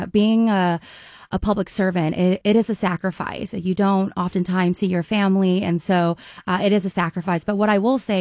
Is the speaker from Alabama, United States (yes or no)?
no; Sacramento, California, United States; I was born and raised in South Sacramento. I am the proud daughter of Hmong refugees.